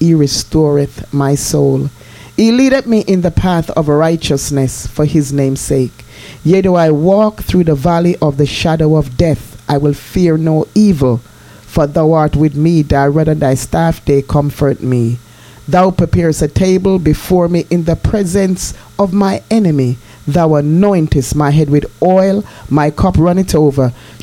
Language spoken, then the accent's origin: English; Jamaica; born there; moved away as an adult; also born or lived in London; But I grew up in Jamaica because I went to Jamaica at a tender age of between the eight, I think it was like eight, seven going on eight. And I spent most of my teenage years in Jamaica. And then I went back to London.